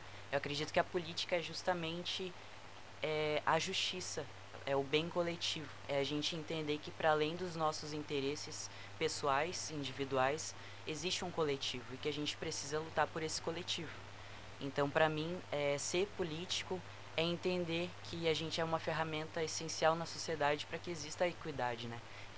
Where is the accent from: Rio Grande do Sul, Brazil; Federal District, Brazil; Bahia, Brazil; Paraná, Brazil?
Rio Grande do Sul, Brazil; Taquara; moved away as an adult; now in Pelotas, Brazil; eu tenho 23 anos. Não sou natural daqui de Pelotas. Sou natural de Taquara, na verdade. Mudei recentemente para Pelotas, em decorrência de eu ter passado na UFPEL.